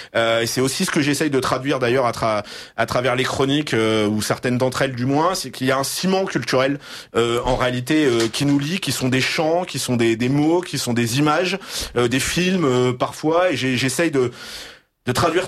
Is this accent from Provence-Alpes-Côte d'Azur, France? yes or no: yes; Nice, Provence-Alpes-Côte d'Azur, France; On est des Français récents, donc on a une histoire qui est très chamboulée.